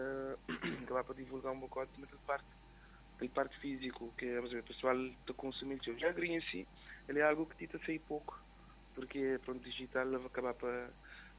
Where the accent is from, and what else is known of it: Cape Verde